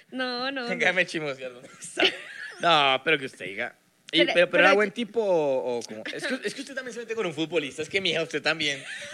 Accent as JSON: {"language": "Spanish", "region": "Bogotá", "country": "Colombia", "said": "Sí, yo soy de Bogotá."}